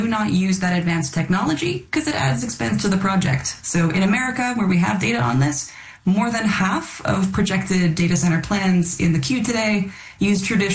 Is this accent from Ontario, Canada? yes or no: no; Alberta, Canada; moved away; I come from Alberta, and out in the prairies